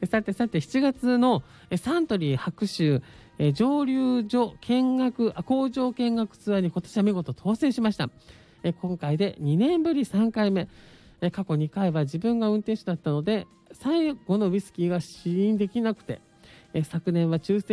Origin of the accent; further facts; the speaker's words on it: Yamanashi, Japan; now in Tokyo, Japan; 私が出ました山梨県にね、